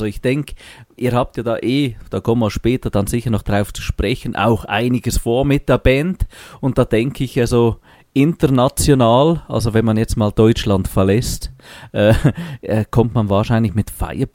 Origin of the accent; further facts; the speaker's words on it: Basel, Basel-Stadt, Switzerland; Ich komme ursprünglich aus Basel.